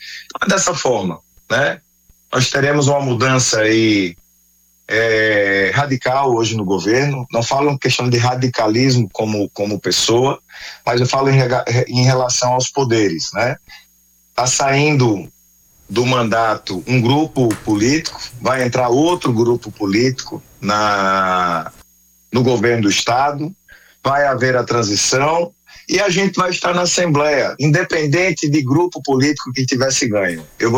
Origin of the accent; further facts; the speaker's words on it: São Miguel dos Campos, Alagoas, Brazil; born there; also born or lived in Penedo; Eu nasci em São Miguel dos Campos, mas fui agraciado com o título de cidadão penedense.